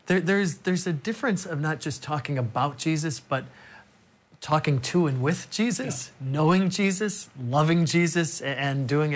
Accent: Chicago, Illinois, United States; I come from Chicago, where deep dish and stuffed pizza and all that.

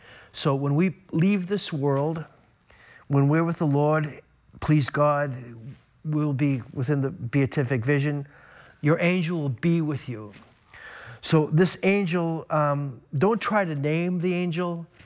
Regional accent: Boston, Massachusetts, United States; And of course, I grew up in the Boston area.

